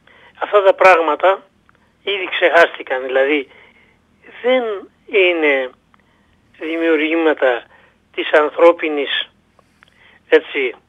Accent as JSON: {"language": "Greek", "country": "Greece", "said": "επειδή συμβαίνει να είμαι Έλληνας"}